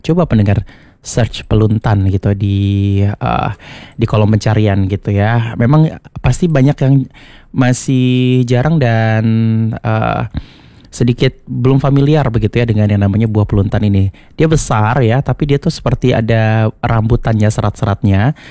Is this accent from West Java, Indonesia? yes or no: no; West Kalimantan, Indonesia; dulu waktu kecil lah ya, di daerah saya di Kabupaten Landak itu masih banyak tuh.